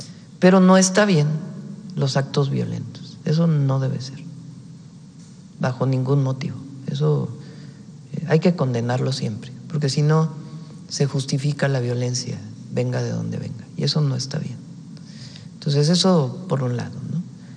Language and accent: Spanish; Mexico; Hoy a los cuatro vientos decimos felices en cualquier lugar donde nos encontremos. Somos mexicanos. Soy mexicana. Soy mexicano.